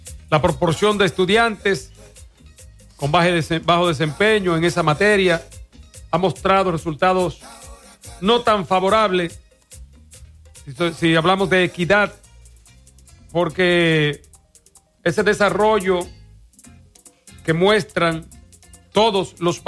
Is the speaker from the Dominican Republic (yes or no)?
yes; Dominican Republic